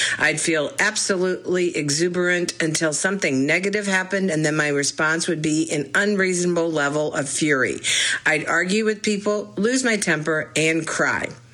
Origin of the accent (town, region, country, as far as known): Columbia, Missouri, United States; born or raised there